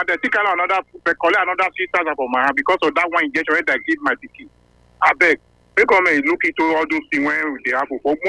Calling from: Benin City, Edo, Nigeria; I'm calling from Ugbowo.

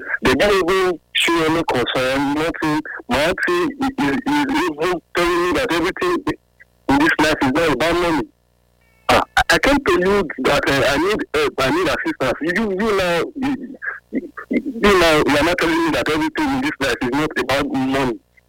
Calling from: Okada, Edo, Nigeria; I'm calling from Edo State, Okada.

